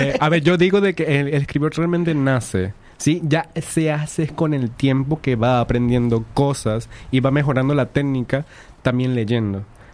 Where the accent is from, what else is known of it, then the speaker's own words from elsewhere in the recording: San Cristóbal, Táchira, Venezuela; moved away; Yo soy venezolano, soy justamente de un pueblo andino de Venezuela, del Táchira, soy de San Cristóbal.